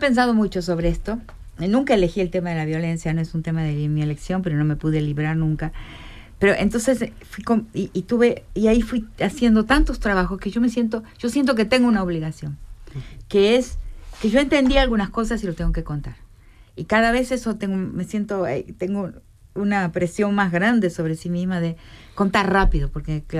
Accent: Argentina

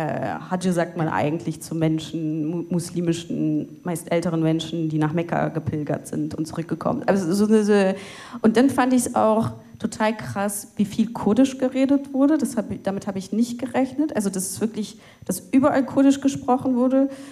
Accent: Cologne, North Rhine-Westphalia, Germany; ich will irgendwie dem Ort, wo ich aufgewachsen bin, also konkret dem Viertel Köln-Kalk, was zurückgeben.

